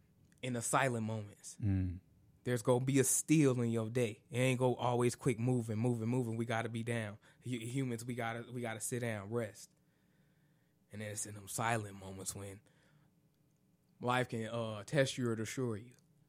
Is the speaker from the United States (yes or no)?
yes; Champaign, Illinois, United States; I'm from Champaign, and I'm from two blocks of this park. I've been at this park growing up to live. That was like my second home.